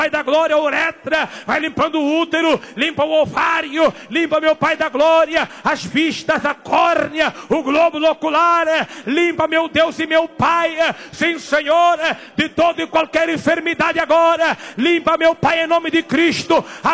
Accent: Mozambique; moved away; lá no meu país

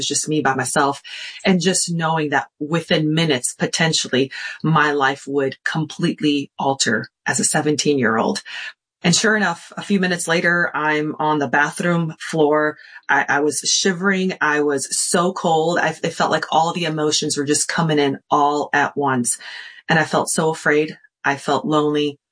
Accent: Detroit, Michigan, United States; I grew up in Detroit, Michigan, and a wonderful family. We went to church all the time.

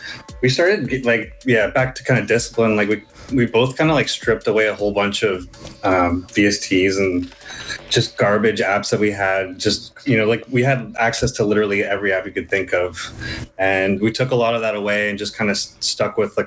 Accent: London, Ontario, Canada; moved away; I didn't grow up out west. I grew up in Ontario, right between Toronto and Detroit, in a place called London, Ontario. It's the other London that no one's heard of.

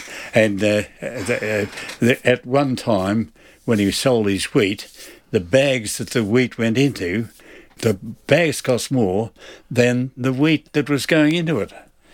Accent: Sea Lake, Victoria, Australia; Well, I was born in Sea Lake in northern Victoria, and like everyone else, my father was a farmer, and he lived in Wallora

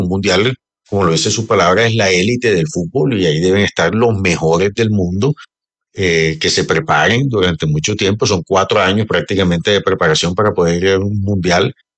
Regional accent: Santa Marta, Magdalena, Colombia; A ver, yo soy Samario, Ajá.

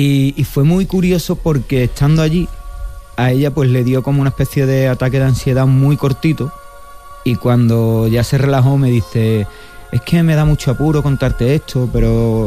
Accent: Palos de la Frontera, Andalusia, Spain; me iba, fíjate tú, qué curioso, de mi pueblo a Matalascaña.

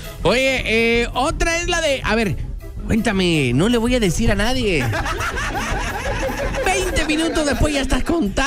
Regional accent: Mexico; decimos los mexicanos

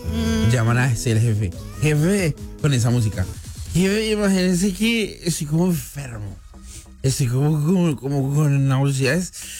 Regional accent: Colombia; moved away; Yo me crié con unos comentaristas en Colombia

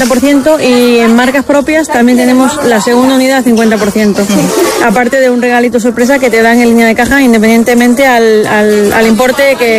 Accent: Melilla, Spain; en mi ciudad, en mi tierra, con mi gente, mi familia

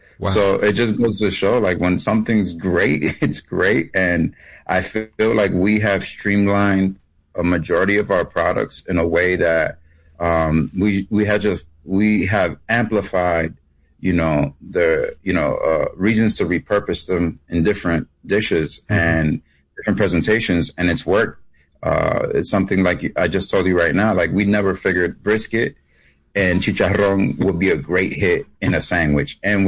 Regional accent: New York, United States

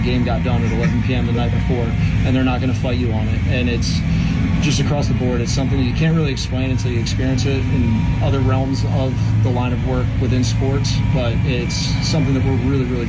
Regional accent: New Jersey, United States; Growing up in the South Jersey, Greater Philadelphia area, it was cool to have my first job in professional baseball with the Phillies

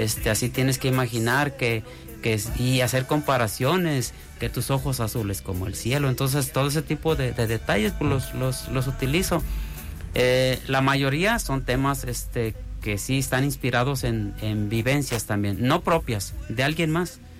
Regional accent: Quesería, Colima, Mexico; Yo soy de ahí de Quesería

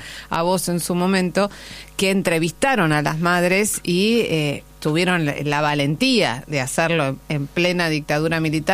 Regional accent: Argentina; para nosotros como argentinos

